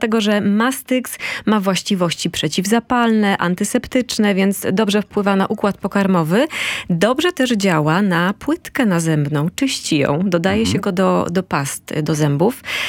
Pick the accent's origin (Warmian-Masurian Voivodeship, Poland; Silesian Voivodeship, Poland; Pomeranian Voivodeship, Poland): Warmian-Masurian Voivodeship, Poland; Mrągowo; A ja się wychowałam w polskiej stolicy country.